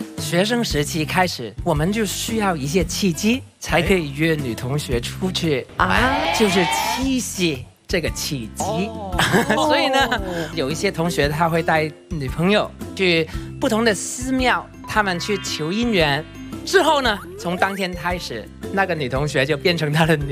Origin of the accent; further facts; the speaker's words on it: Hong Kong; 大家好，我来自中国香港